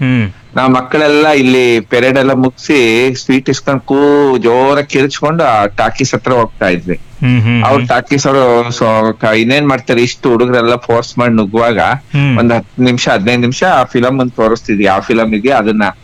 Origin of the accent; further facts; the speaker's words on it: BR Project, Karnataka, India; ನಾನು ಹೈಸ್ಕೂಲ್ ಮತ್ತೆ primary school ಎಲ್ಲ ಓದಿದ್ದು BR ಪ್ರಾಜೆಕ್ಟ್ ನಲ್ಲೇ.